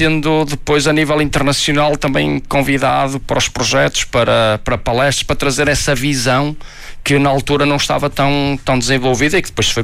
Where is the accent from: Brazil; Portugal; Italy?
Portugal; Braga, Norte; sou aqui de Braga